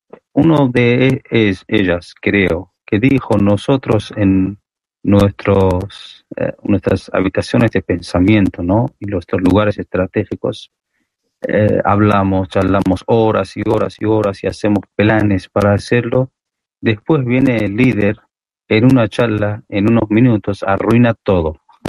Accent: Iran; cualquier país que van, más que nada los países que sufrieron mucho de imperialismo, decimos que somos de Irán, son: wow, Irán, aplauden, nos abrazan y dicen, sí, los iraníes.

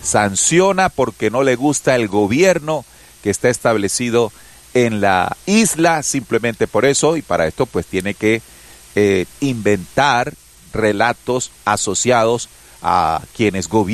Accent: Colombia

